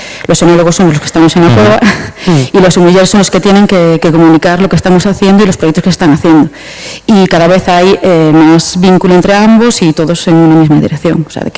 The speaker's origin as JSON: {"language": "Spanish", "town": "Vilagarcía de Arousa", "region": "Galicia", "country": "Spain"}